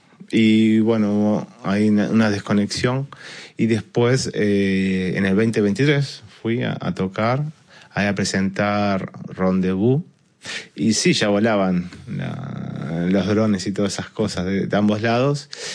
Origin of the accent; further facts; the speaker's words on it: Buenos Aires Province, Argentina; el malambo tiene que ver con la provincia de Buenos Aires, de donde soy.